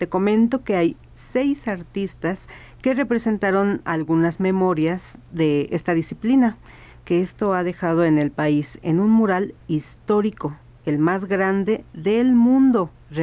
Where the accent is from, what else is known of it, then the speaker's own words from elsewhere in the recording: Mexico; esa riqueza que tenemos como mexicanos